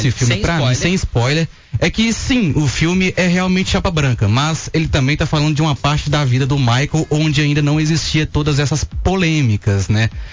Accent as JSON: {"language": "Portuguese", "country": "Brazil", "said": "nós como brasileiros"}